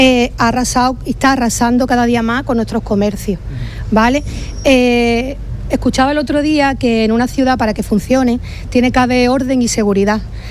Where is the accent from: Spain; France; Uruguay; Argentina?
Spain; No podemos seguir así, somos españoles, por favor.